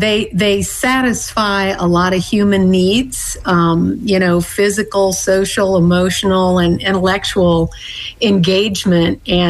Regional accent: Bowling Green, Kentucky, United States; I grew up in Bowling Green, Kentucky

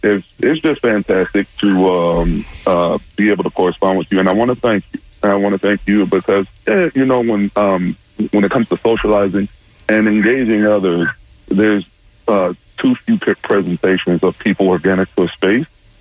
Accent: Tampa, Florida, United States; I actually grew up right behind the WEDU building.

